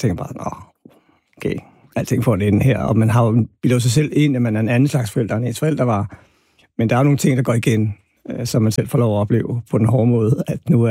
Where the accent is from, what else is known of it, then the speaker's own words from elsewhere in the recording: Albertslund, Capital Region of Denmark, Denmark; jeg havde jo et meget anderledes børneliv, end mine egne børn har haft, fordi at jeg voksede op i Albertslund på Villavej, og det, der hedder Soveby.